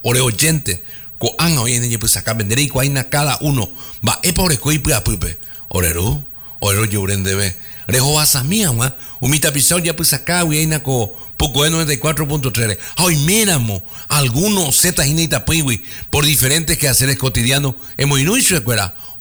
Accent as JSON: {"language": "Spanish", "country": "Paraguay", "said": "lo que también somos capaces los paraguayos"}